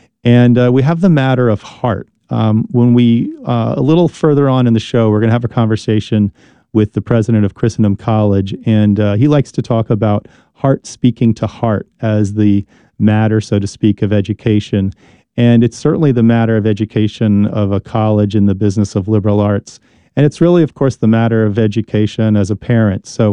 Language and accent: English; New Jersey, United States; Thanks for coming to New Jersey, my home state